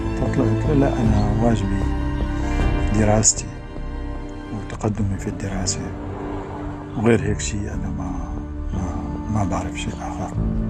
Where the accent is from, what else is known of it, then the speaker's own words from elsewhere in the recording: Syria; moved away as an adult; now in Germany; وأستلم جائزتي كسوري